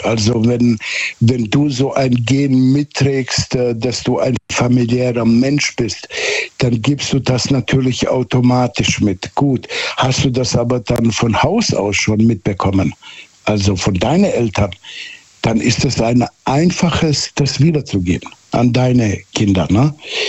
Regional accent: Southern Germany, Germany; Also ich weiß, ich bin quasi auf dem Dorf aufgewachsen in Süddeutschland.

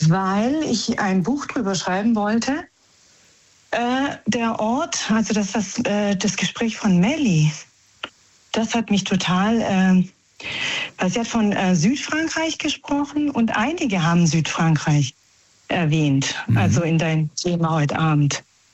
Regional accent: Naples, Campania, Italy; Also wir sind Frankreich-Fan, aber wir sind eigentlich Italiener, also aus Neapel. Wir stammen aus Neapel.

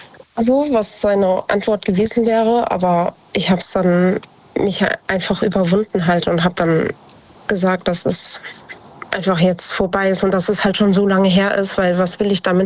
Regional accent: Idstein, Hesse, Germany; born or raised there

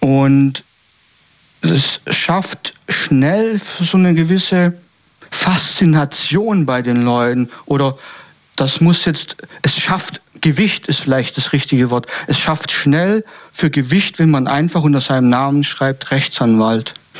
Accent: Baden-Württemberg, Germany; Ich komme aus, ja, ich komme aus der Gegend Stuttgart. Also, das, ich sag jetzt mal so grob.

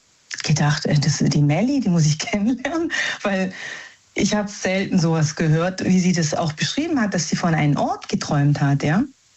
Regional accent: Germany; born there; Also wir sind eigentlich Italiener, ja, in Deutschland geboren. Also italienische Familie.

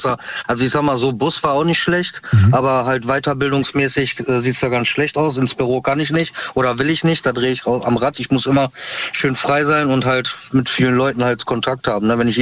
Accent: Gütersloh, North Rhine-Westphalia, Germany; Ich bin aus Gütersloh.

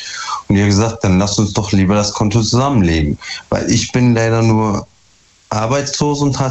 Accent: Duisburg, North Rhine-Westphalia, Germany; Ich komme aus Duisburg.

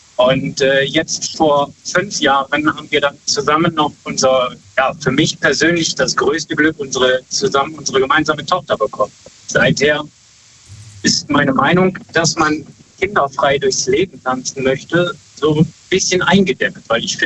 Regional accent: Brüggen, North Rhine-Westphalia, Germany; Ich komme eigentlich aus Brüggen, bin aber quasi unterwegs als Berufskraftfahrer.

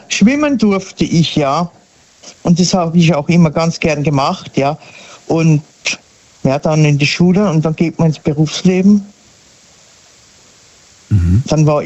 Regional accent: Sinsheim, Baden-Württemberg, Germany; Aus der Ecke Sinsheim.

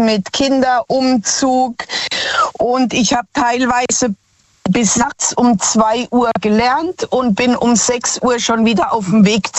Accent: Zeiskam, Rhineland-Palatinate, Germany; Aus Zeiskamp, das ist bei Landau, Speyer, Germersheim.

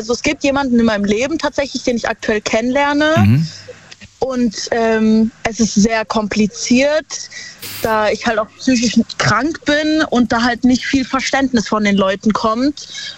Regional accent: Karlsruhe, Baden-Württemberg, Germany; Ich komme aus Karlsruhe.

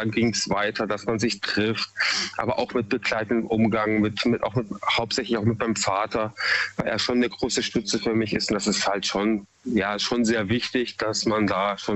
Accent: Munich, Bavaria, Germany; now in Freiburg, Germany; Also ich bin ursprünglich aus Bayern, mhm, ja, Münchner Kindl. Und bewusst bin ich damals eben nach Eichstätten, also nach Freiburg gezogen, um mich einfach so ein bisschen zu distanzieren.

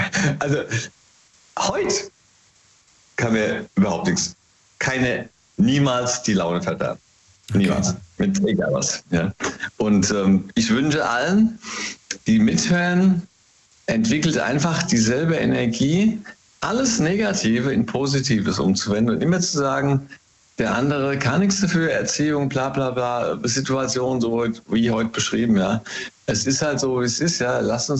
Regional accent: Hesse, Germany; Hey, aus dem Rheingau immer noch.

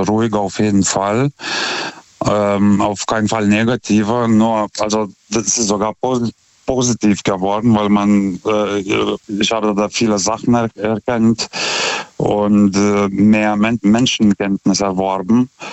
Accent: Lithuania; German is a second language; now in Germany

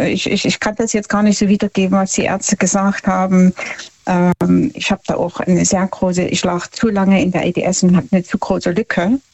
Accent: Markkleeberg, Saxony, Germany; Von ganz, ganz, ganz weit her, von Mark Kleberg. Ich bin eine Sächsin aus Sachsen, Leipzig.

